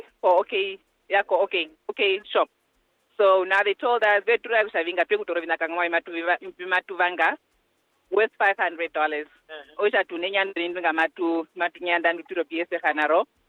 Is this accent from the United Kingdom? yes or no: no; Oshikoto, Namibia; Yes. I'm from Oshikoto region.